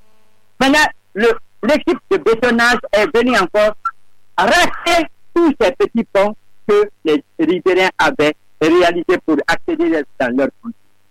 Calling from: Conakry, Guinea; moi, je suis à Wanidara et particulièrement là où je parle.

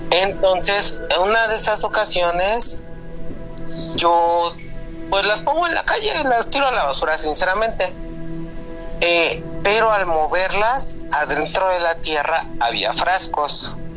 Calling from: Ecatepec, State of Mexico, Mexico; desde Ecatepec

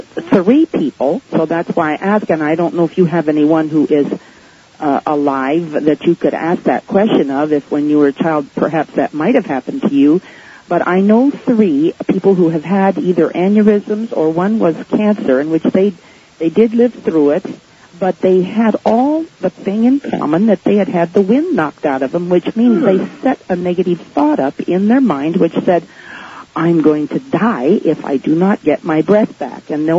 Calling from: Pasadena, California, United States; from Pasadena

